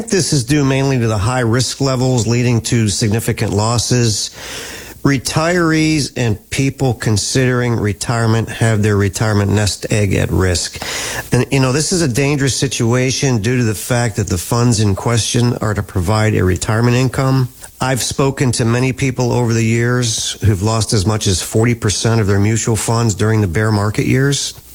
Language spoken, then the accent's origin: English; Harrisburg, Pennsylvania, United States; I was born and raised in the Harrisburg area, went to school and college locally.